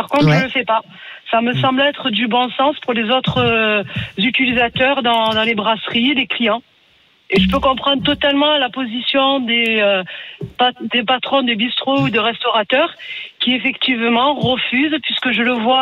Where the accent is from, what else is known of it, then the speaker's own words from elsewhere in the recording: Marseille, Provence-Alpes-Côte d'Azur, France; je suis de Marseille